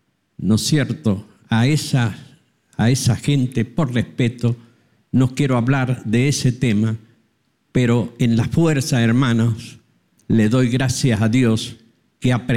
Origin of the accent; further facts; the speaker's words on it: Guaymallén, Mendoza, Argentina; soy de Guaymallén